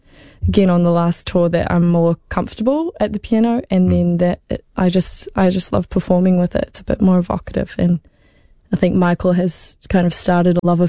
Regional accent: Queenstown, Otago, New Zealand; Yeah, I've been there for almost 2 years. That's where I grew up, and it's my hometown.

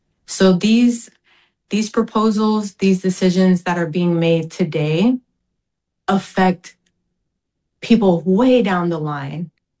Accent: Manu'a, American Samoa; moved away; When Manu'a people raise our flags and you see the green banner with the moa on it, like, it comes from a deep sense of pride that we're still here.

